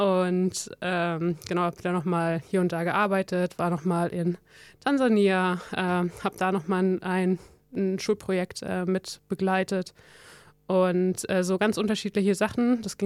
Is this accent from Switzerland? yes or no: no; Netherlands; German is a second language; also ich komme ja ursprünglich aus den Niederlanden, habe dann aber gedacht, nee, das bin ich jetzt so lange raus